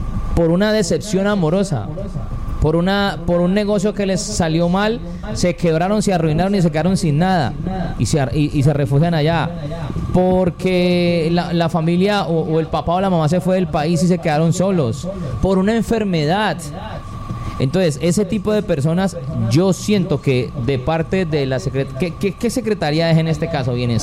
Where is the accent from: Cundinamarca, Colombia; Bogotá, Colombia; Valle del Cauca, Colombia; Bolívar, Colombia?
Valle del Cauca, Colombia; Cali